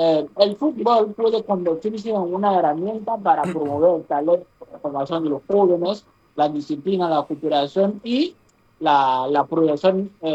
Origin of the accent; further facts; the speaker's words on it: Benin; Spanish is a second language; Yo soy originario de Benín. Aquí en Benín se enseña el idioma español.